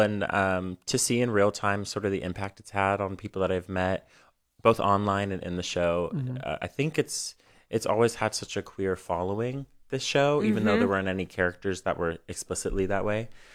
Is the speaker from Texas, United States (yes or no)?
yes; Dallas, Texas, United States; I'm originally from Dallas. Okay, shout out Dallas, Texas.